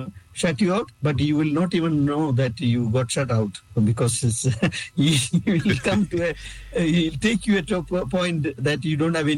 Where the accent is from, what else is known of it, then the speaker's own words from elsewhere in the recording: India; moved away; my hometown in India